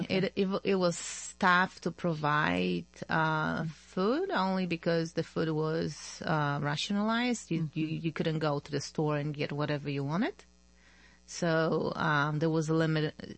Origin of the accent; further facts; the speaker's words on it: Ełk, Warmian-Masurian Voivodeship, Poland; now in United States; I was born and raised in Elk, which is a small town in northeast of Poland. I was born in 1974, so I grew up in an era of communism, and I grew up in an era of St. John Paul II.